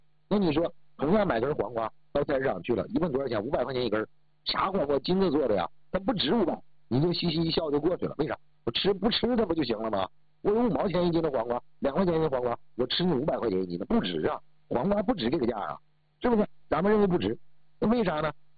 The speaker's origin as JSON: {"language": "Chinese", "region": "Northeast China", "country": "China", "accent": "Northeastern Mandarin", "said": "年轻人咱们东北话来说，我老说东北话叫穷吃赞喝"}